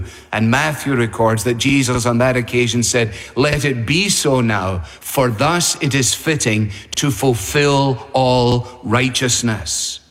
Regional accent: Scotland, United Kingdom

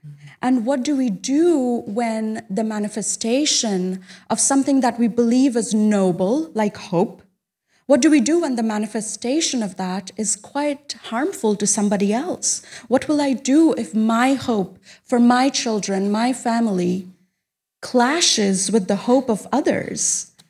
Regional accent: Kolkata, West Bengal, India; my hometown of Kolkata in India

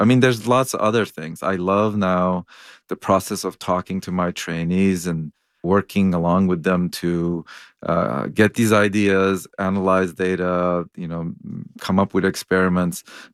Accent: Lebanon; now in United States; I'm an immigrant from Lebanon of Armenian origin, and a lot of folks I know in this category want a medical doctor in the family.

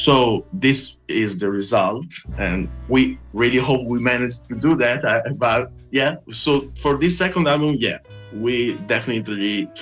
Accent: Modena, Emilia-Romagna, Italy; English is a second language; now in Verona, Italy; we are from Modena. That it's like 1 hour away from Verona, but it's quite close to Verona, yeah. And we are both from Modena, yeah. We met in Modena.

